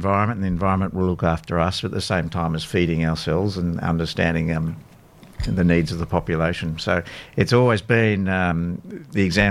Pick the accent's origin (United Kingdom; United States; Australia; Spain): Australia; Victoria; born there; I was born in Gippsland, and I believe my parents created one of the first sort of environmental groups back in the early 60s, pre-Landcare.